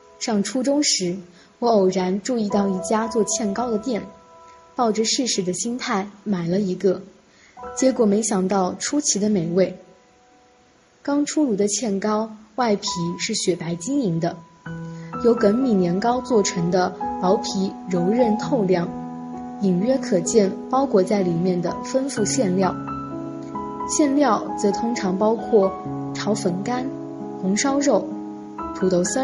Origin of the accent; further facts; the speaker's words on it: Linhai, Zhejiang, China; 今天让我带大家走进我的家乡临海，